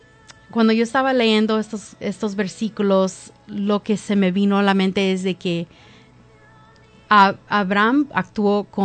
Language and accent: Spanish; Tennessee, United States; born there; yo estoy en mi país, yo nací aquí.